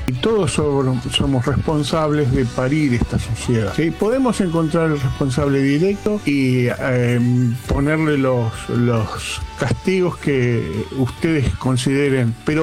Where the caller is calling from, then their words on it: General Rodríguez, Buenos Aires Province, Argentina; de General Rodríguez.